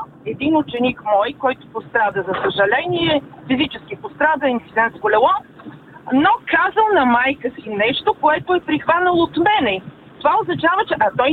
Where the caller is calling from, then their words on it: Sofia, Sofia City, Bulgaria; съм от София.